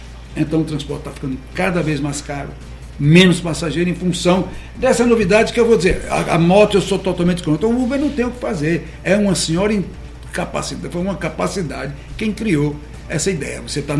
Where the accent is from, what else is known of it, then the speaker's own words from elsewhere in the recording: Brazil; Sou brasileiro